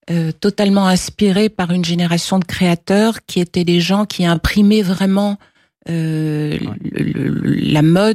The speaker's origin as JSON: {"language": "French", "town": "Cannes", "region": "Provence-Alpes-Côte d'Azur", "country": "France", "tie": "born there", "said": "je suis née à Cannes, donc c'était le festival de Cannes"}